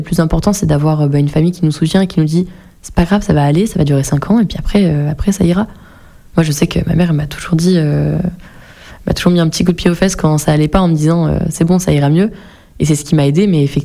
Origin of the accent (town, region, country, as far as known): Lyon, Auvergne-Rhône-Alpes, France; born or raised there; moved away